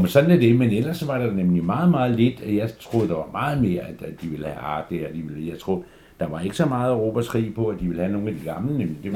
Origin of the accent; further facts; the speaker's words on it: Skovshoved, Capital Region of Denmark, Denmark; Jeg er jo selv fra Skorsode